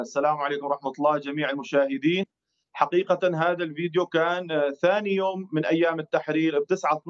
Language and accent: Arabic; al-Qaryatayn, Homs Governorate, Syria; نحن من سكان مدينة القريتين، والقريتين مدينة نائية وبعيدة عن مراكز المدن